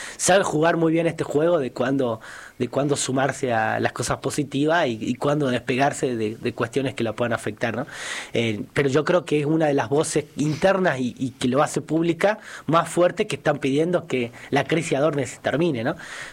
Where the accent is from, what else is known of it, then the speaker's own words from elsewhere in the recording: Argentina; Nosotros somos Argentina en gran parte